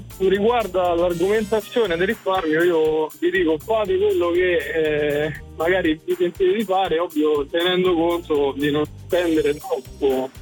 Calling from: Rome, Lazio, Italy; io sono di Roma e al momento sto lavorando, faccio l'autista. Sì, okay. 26 anni

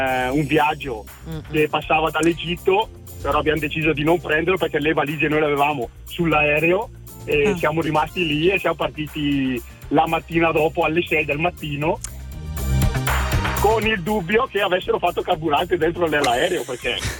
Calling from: Bergamo, Lombardy, Italy; Siamo da Bergamo

